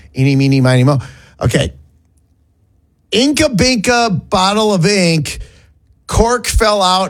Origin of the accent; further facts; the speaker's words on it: Minnesota, United States; I grew up in Minnesota.